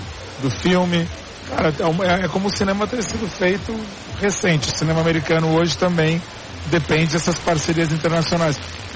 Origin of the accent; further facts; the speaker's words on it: Brazil; born there; É meu país, eu tenho muito orgulho de ser brasileiro. É o lugar onde eu nasci, é o lugar onde meu coração reside. Eu sou feliz vivendo lá. Eu tenho filhos brasileiros.